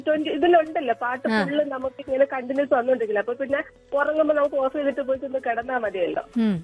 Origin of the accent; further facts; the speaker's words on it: Thiruvananthapuram, Kerala, India; moved away as an adult; now in Kunnukara, Ernakulam, India; എന്റെ നാട് തിരുവനന്തപുരമാണ്. ഹസ്ബൻഡ് തിരുവനന്തപുരം കാട്ടാക്കട.